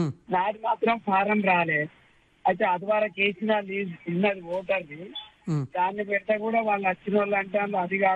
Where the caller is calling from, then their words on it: Hyderabad, Telangana, India; నేను హైదరాబాద్ లోకల్ నుంచి మాట్లాడుతున్నాను.